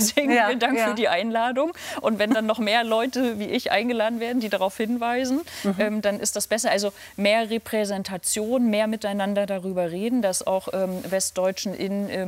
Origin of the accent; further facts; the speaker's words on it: Germany; Ich bin Ostdeutsche, genauso bin ich Norddeutsche.